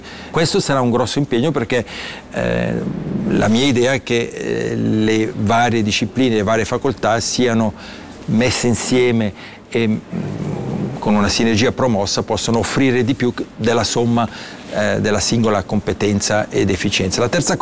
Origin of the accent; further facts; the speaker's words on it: Ticino, Switzerland; moved away as an adult; Io vengo dal Ticino, sono cresciuto in Ticino